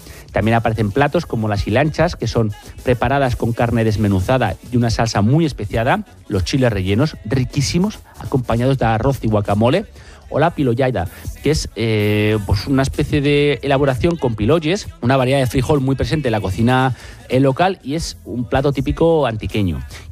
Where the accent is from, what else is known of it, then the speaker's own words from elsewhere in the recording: Guatemala; Yo soy de Guatemala.